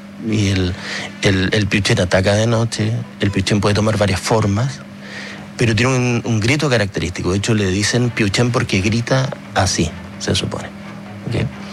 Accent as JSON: {"language": "Spanish", "region": "Magallanes", "country": "Chile", "said": "Oye, yo soy magallánico, ¿no dice quién es?"}